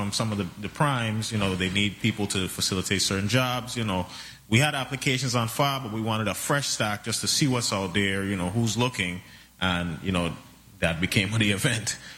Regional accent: St. Croix, U.S. Virgin Islands; I'm 24 years old, born and raised on St. Croix.

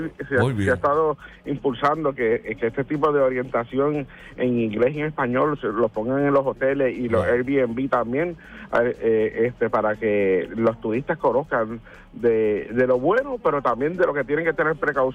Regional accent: Puerto Rico; usted y yo, como puertorriqueños que vivimos en esta isla tropical

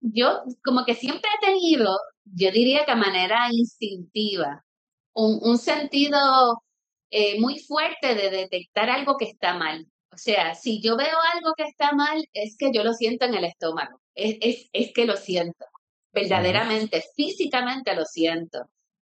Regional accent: Caguas, Puerto Rico; moved away; also born or lived in Humacao; sí, yo me crié en Caguas, pero después como que me mudé

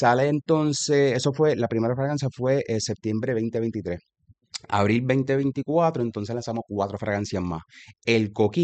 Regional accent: Ponce, Puerto Rico; yo soy de Ponce.

